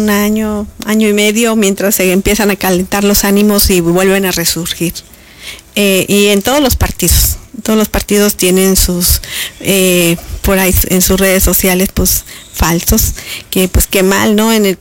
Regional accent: Tamasopo, San Luis Potosí, Mexico; now in Ciudad Fernández, Mexico; yo sí es muy orgullosa de mi pueblo.

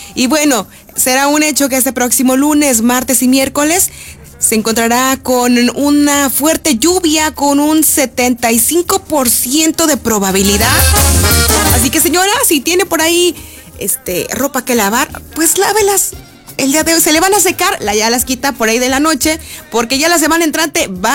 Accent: Tangamandapio, Michoacán, Mexico; moved away; Yo estuve por allá en Tangamandapio, mi pueblo natal

